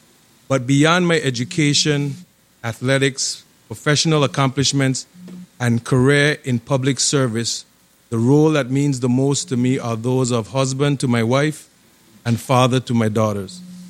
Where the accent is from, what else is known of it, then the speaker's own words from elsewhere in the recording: U.S. Virgin Islands; I am a proud son of the Virgin Islands. I was born in St. Thomas and raised in this community.